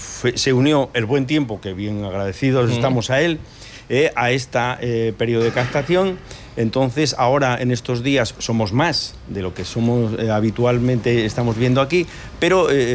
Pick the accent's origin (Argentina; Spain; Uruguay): Spain